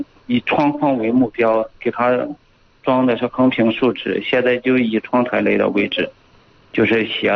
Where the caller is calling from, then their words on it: Linyi, Shandong, China; 临沂的。